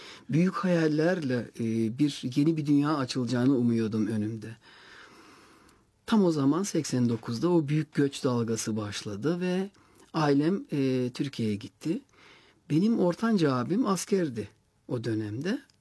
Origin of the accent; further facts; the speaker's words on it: Aytos, Burgas Province, Bulgaria; also born or lived in Kardzhali / Sliven; Dolayısıyla benim bütün anılarım, çocukluk hayallerim, çocukluk anılarım Aytos'la ilgili. İlk dostluklarım, ilk arkadaşlıklarım, ilk çevredeki izlenimlerim hep Aytos'la ilgili.